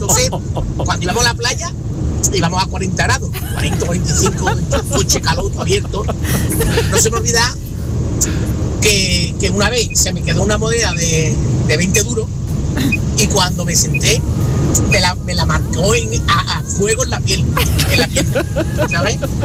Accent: Seville, Andalusia, Spain; de Sevilla. Ahora voy de Burgos para Sevilla, en ruta.

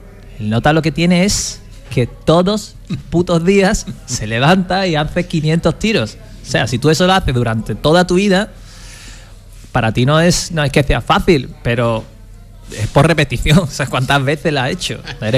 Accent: Cádiz, Andalusia, Spain; le dije que soy de Cádiz.

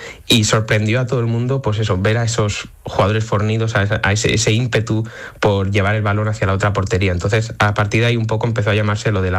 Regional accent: Aragon, Spain; o sea, yo soy de un pueblo de Teruel

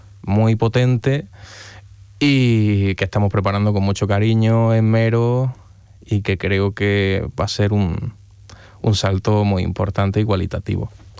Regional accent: Almería, Granada, Andalusia, Spain; Soy un enamorado de mi tierra, de Almería, de Granada, pero mi hogar es donde está mi gente

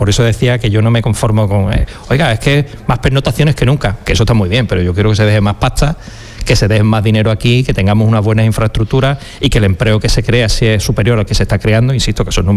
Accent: Cádiz, Andalusia, Spain; Yo soy gaditano, como todo el mundo sabe, pero he veraneado en Huelva también.

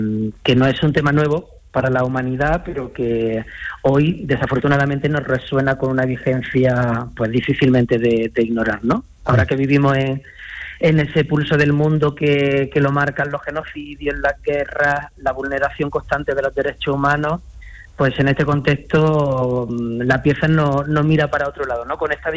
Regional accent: Granada, Andalusia, Spain; also born or lived in Madrid; bueno, pues yo he estado 27 años haciendo cultura y carrera en Madrid. Desde hace 4 años decidí volver a mi tierra. Así que tiene algo de regreso al territorio y me hace mucha ilusión porque, bueno, pues no solamente compartirlo con el público granadino

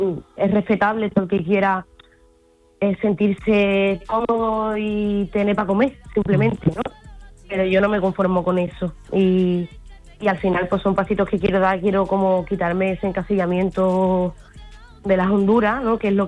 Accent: Jerez de la Frontera, Andalusia, Spain; que sea en Jerez, pues me parece también una oportunidad increíble, porque como es mi tierra, pues a mí la verdad que me pone muy nerviosa.

